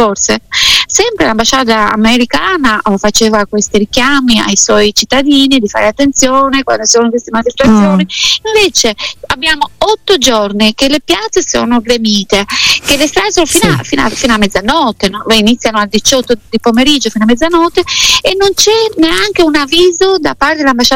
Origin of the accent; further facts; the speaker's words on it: Tirana, Tirana County, Albania; Italian is a second language; Io sono molto critica perché amo il mio paese